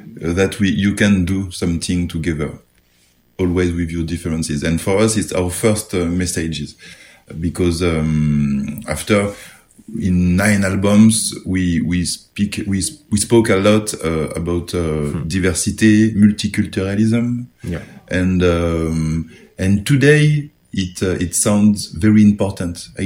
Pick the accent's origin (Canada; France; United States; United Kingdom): France; English is a second language; It was a long time ago for us, you know, and we grew up in France. Me, I grew up with ideas, ideology of anti-racism, unity